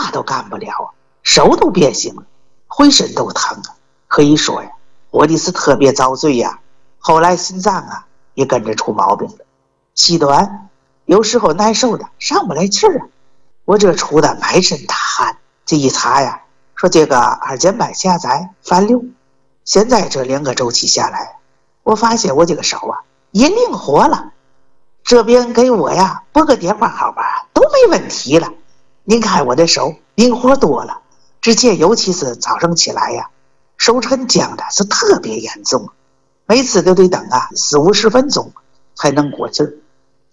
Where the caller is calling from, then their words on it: Tianjin, China; 我是天津的